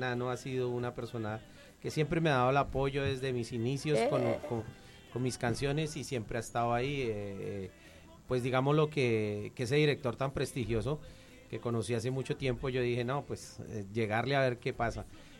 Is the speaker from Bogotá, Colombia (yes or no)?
yes; Bogotá, Colombia; now in Los Llanos, Colombia; yo soy de Bogotá, pero hijo adoptivo del Llano, porque yo viví muchísimo tiempo acá, más como 20 años más o menos.